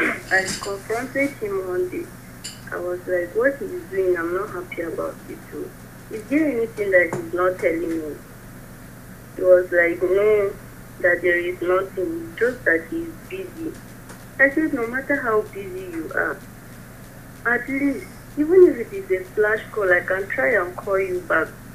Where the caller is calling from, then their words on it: Jos, Plateau, Nigeria; I'm calling from Rayfield.